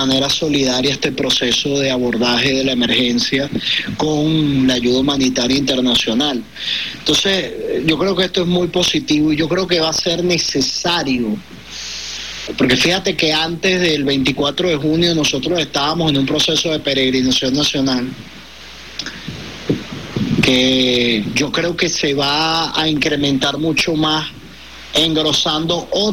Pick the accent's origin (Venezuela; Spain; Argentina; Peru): Venezuela; los venezolanos y venezolanas